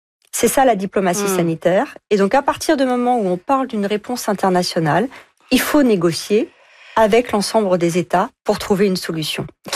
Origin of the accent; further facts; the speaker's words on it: France; Je suis française, c'est aussi dans l'intérêt de la France.